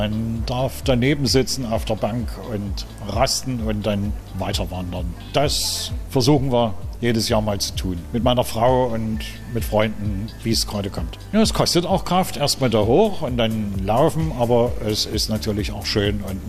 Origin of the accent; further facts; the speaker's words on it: Saxony, Germany; now in Leipzig, Germany; Ich bin im Erzgebirge aufgewachsen, lebe jetzt in Leipzig.